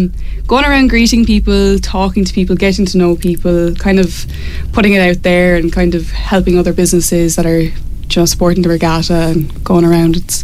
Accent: Cork, Munster, Ireland; moved away as an adult; now in Wicklow, Ireland; I'm originally from Cork

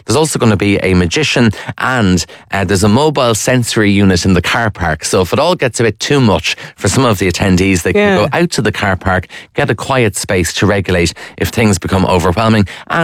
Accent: Leinster, Ireland; Can you believe I'm from Kildare and I've never been to the horse show?

